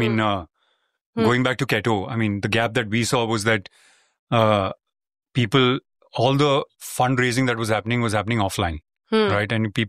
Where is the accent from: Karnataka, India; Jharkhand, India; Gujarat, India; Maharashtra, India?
Maharashtra, India; Mumbai; I grew up in Bombay.